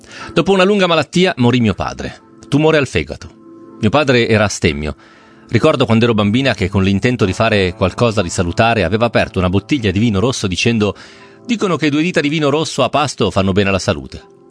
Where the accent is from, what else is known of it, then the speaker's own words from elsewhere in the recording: Como, Lombardy, Italy; Mio padre veniva da una famiglia povera. Noi siamo di Como.